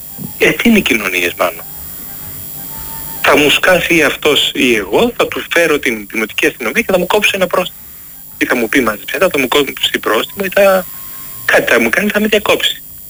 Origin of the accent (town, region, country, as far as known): Greece; also born or lived in Athens; now in Germany